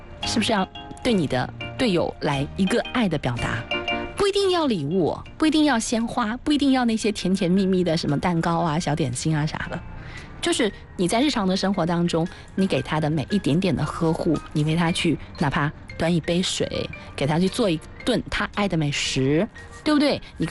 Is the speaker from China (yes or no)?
yes; China; 或者我们中国人真的有够含蓄啊